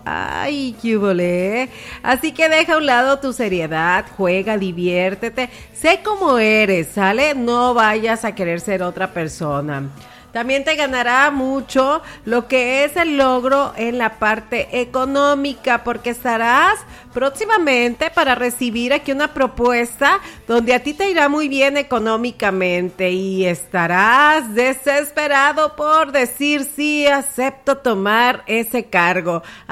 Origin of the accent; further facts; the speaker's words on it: Mexico; así como tú, yo, nosotros, todos somos mexicanos